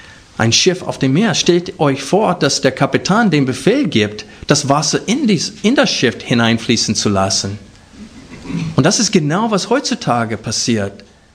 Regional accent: United States; Als ich letztes Jahr um diese Jahreszeit in Amerika war, habe ich wo ich aufgewachsen bin, meine Verwandten besuchen können.

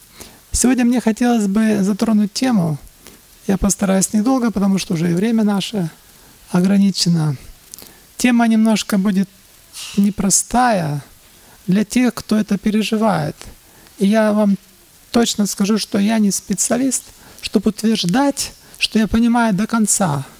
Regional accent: Ukraine; now in Petrovka, Odesa Oblast, Ukraine; мы сами с Украины, и мы живем в Одесской области, село Петровка.

